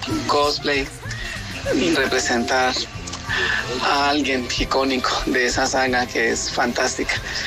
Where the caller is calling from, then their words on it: Bucaramanga, Santander, Colombia; yo los escucho desde Bucaramanga, Ciudad Bonita.